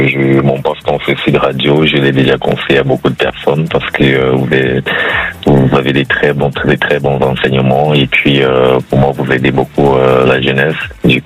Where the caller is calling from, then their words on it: Paris, Île-de-France, France; Je vous appelle depuis la ville de Paris